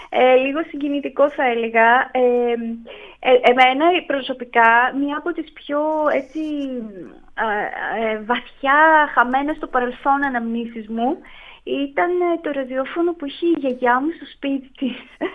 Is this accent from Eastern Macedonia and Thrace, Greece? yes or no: yes; Xanthi, Eastern Macedonia and Thrace, Greece; Εγώ μεγάλωσα στην Ξάνθη, στη Σταυρούπολη είναι. Η Σταυρούπολη είναι το χωριό της γιαγιάς μου.